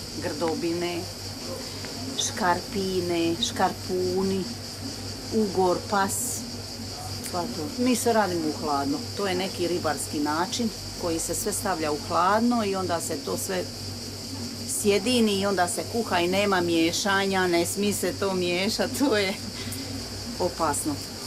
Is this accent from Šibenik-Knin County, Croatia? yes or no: yes; Drniš, Šibenik-Knin County, Croatia; born there; now in Solin, Croatia; Živim u Solinu, ja sam rođena u Drniš, krajina Drniš. To je najbolji dio vlaške krvi.